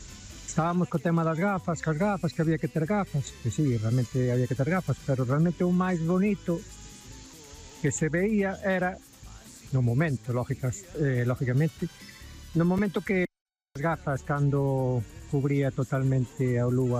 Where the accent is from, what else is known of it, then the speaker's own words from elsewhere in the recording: Lalín, Galicia, Spain; Por diante … de Lalín.